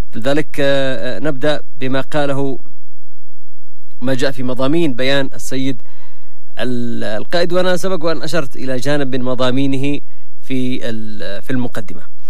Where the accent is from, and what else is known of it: Yemen